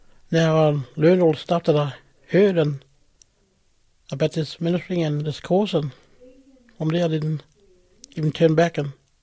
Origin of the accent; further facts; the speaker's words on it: Port Augusta, South Australia, Australia; When I was growing up in Port Augusta, there's a mission there.